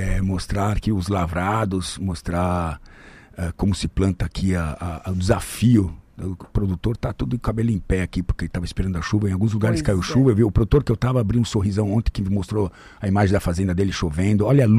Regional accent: Brazil; born there; nasci aqui no Brasil, primeira geração

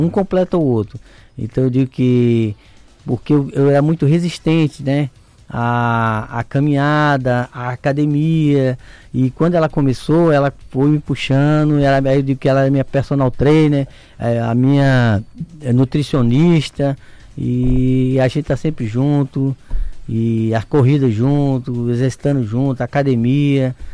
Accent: Recife, Pernambuco, Brazil; moved away as an adult; now in Manaus, Brazil; sou de Recife

